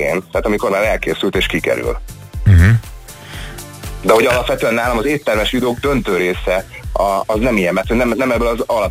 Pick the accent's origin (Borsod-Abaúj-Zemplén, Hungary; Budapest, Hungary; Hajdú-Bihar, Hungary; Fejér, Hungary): Hajdú-Bihar, Hungary; Debrecen; moved away as an adult; also born or lived in Szeged; Debrecenben nőttem föl